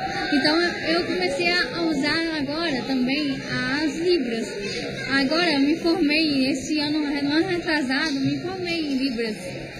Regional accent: Imperatriz, Maranhão, Brazil; Eu nasci no Maranhão, eu sou maranhense, não sou nem paraense, não sou. E a gente nasceu na Imperatriz.

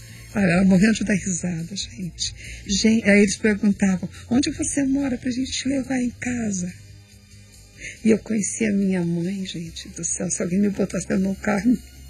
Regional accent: South Region, Brazil; eu sou sulista

